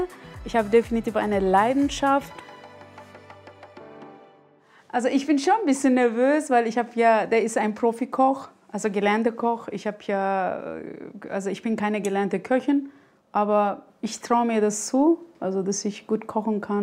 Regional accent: Turkey; moved away as an adult; now in Lorch, Germany; ich komme ja aus der Türkei

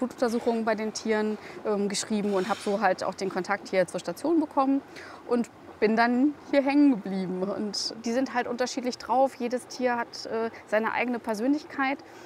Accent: Bremen, Germany; now in Frankfurt, Germany; ich bin ursprünglich Bremerin und mittlerweile in Frankfurt

